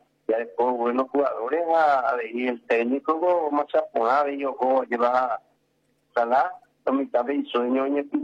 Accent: Paraguay; Ah, como paraguayo siempre lo mitad lleva espera de un de su recuperación de la selección paraguaya

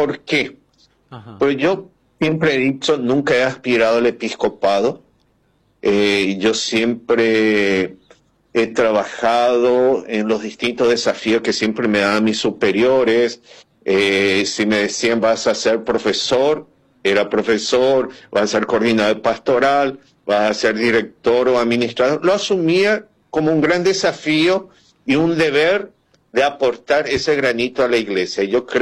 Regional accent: Asunción, Paraguay; yo soy asunceno

